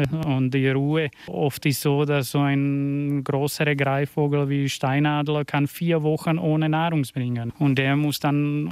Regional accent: Slovakia; now in Rauris, Austria; Bei uns in der Slowakei

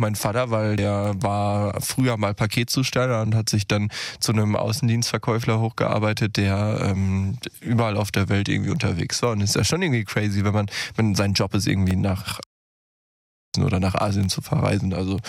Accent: Lower Saxony, Germany; ich komme aus Niedersachsen

